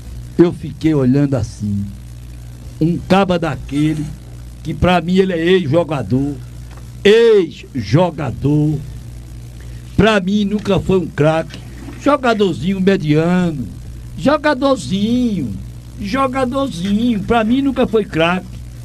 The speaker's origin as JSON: {"language": "Portuguese", "town": "Altinho", "region": "Pernambuco", "country": "Brazil", "tie": "born or raised there", "said": "eu sou nordestino. Nasci e me criei na roça, sítio Cantinho de Altinho. Depois ganhei o mundo"}